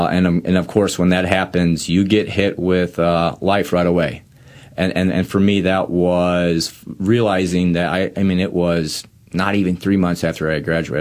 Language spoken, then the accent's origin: English; Ferguson, Missouri, United States; born there; Catholic. Cradle Catholic is what you would say. I actually started out in the, I'm from Ferguson. My parents are both Ferguson, Missouri. So we grew up at a parish that I still call it. It was called St. John and James.